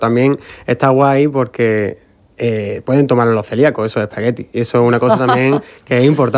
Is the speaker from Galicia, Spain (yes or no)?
no; Málaga, Andalusia, Spain; moved away as an adult; now in Murcia, Spain; yo vine a Murcia hace 4 añitos, que es lo que llevo aquí. Yo soy de Málaga